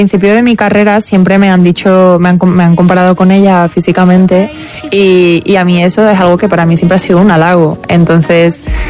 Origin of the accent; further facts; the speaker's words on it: Andalusia, Spain; yo tengo esa nariz y esta cara porque soy de Andalucía.